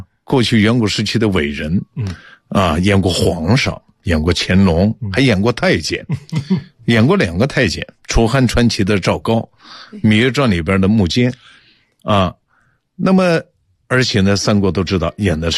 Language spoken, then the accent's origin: Chinese; China; 这是我们中国人，我们还非常是质朴善良的，这是我们中国人的美德。